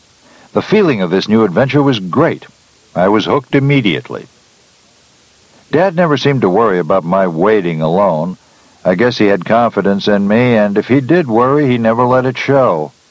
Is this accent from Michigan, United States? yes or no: yes; Michigan, United States; My dad often took my brother Jim and me fishing when we were growing up in Michigan